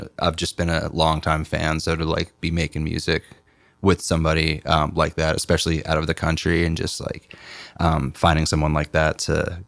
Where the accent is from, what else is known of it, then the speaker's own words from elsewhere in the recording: New Jersey, United States; I am from New Jersey. The Sopranos … all that good stuff.